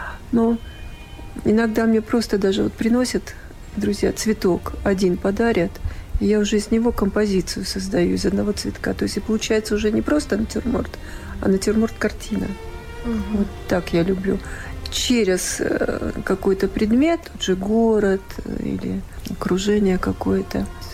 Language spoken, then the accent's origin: Russian; Tajikistan; я, поскольку родилась в Таджикистане, жила, я знаю хорошо этот материал, эту одежду, быт, кухню